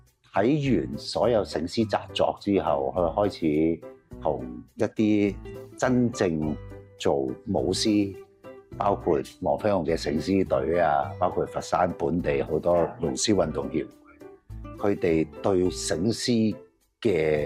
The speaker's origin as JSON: {"language": "Cantonese", "country": "Hong Kong", "tie": "born or raised there", "said": "作為一個真係本土土生土長香港人"}